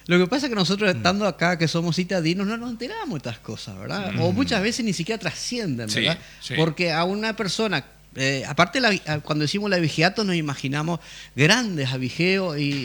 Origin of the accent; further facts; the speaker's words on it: Uruguay; now in Paraguay; yo soy uruguayo